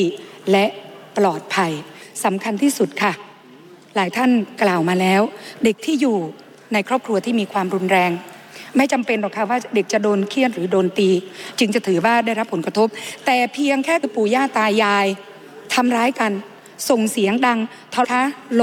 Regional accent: Tha Tum District, Surin, Thailand; ดิฉันเป็นคนจังหวัดสุรินทร์อยู่อำเภอท่าตูม

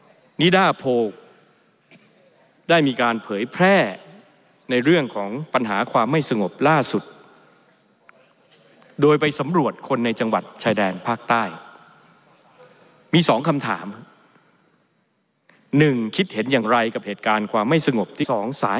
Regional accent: Bangkok, Thailand; ผมแม้จะเป็นคนกรุงเทพ

